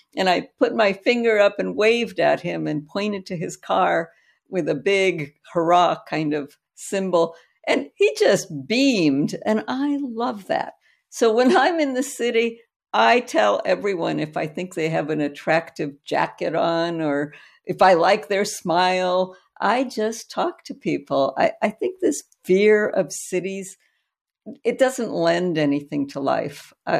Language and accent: English; United States; I am an American.